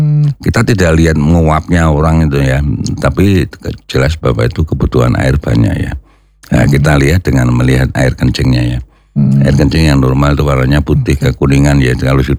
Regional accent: Mersi, Central Java, Indonesia; Ada yang tanah seperti di Mersi, daerah saya kan di Mersi ya. Itu banyak sekali mengandung pasir.

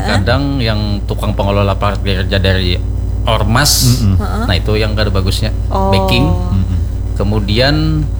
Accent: Banjar, South Kalimantan, Indonesia; kita orang Banjar

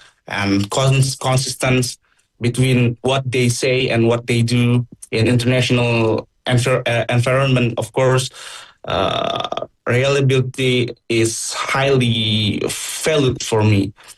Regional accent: Indonesia; English is a second language; So yeah, when people discovered that I came from Indonesia, they often ask about our culture, of course, and our religions, our languages.

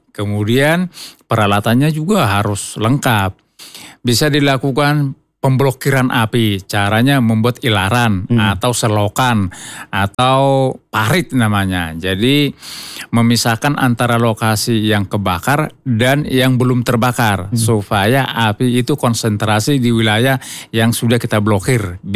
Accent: Sumatra, Indonesia; saya kan berasal dari Sumatera.

